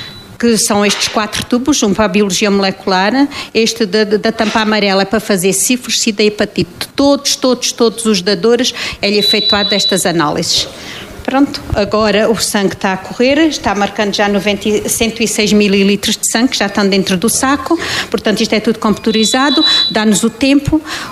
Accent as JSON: {"language": "Portuguese", "town": "Portalegre", "region": "Alentejo", "country": "Portugal", "tie": "born or raised there", "also_born_or_lived": "Angola", "said": "Eu nasci em Porto Alegre, sou natural de Porto Alegre e defendo a minha terra com unha e dentes."}